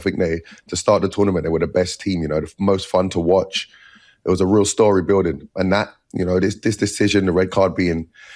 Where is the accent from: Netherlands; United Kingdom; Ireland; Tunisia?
United Kingdom; England; now in United States; Obviously, I'm from England, but I've been in America for a long time, so I'm rooting for America.